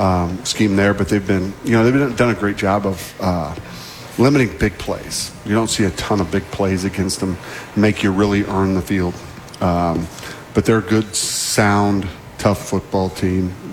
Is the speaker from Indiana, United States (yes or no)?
yes; Indiana, United States; moved away; I grew up in Indiana.